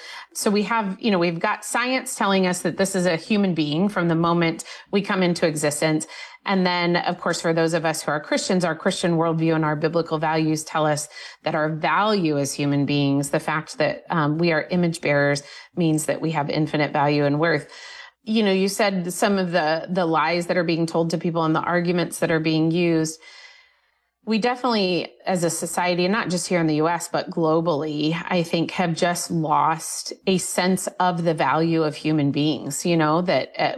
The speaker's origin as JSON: {"language": "English", "region": "Indiana", "country": "United States", "said": "states like my home state of Indiana"}